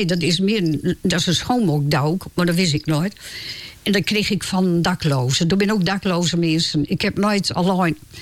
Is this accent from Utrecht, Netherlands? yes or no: no; Farmsum, Groningen, Netherlands; born there; first language Gronings; Want ik kom uit Farmsum, daar ben ik geboren. Maar Grun is mijn moekerstol.